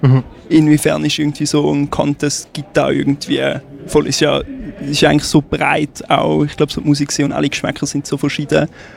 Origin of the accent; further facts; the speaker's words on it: Thurgau, Switzerland; now in Schaffhausen, Switzerland; Also ich komme, jetzt bin ich gerade wohnhaft in Schaffhausen. Ja. Aber aufgewachsen bin ich im Thurgau.